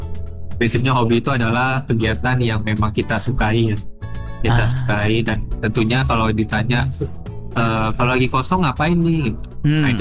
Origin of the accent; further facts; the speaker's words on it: Jakarta, Indonesia; Now it's about 35 years living in the city. Mm-hmm. Exactly. Yeah, jadi saya lahir dan besar di Jakarta, dan saya juga di Jakarta.